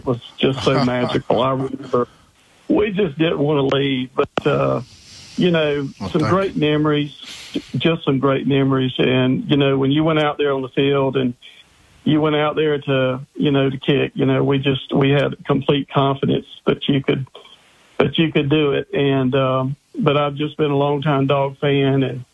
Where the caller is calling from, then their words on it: Juliette, Georgia, United States; Down in Juliet, Georgia.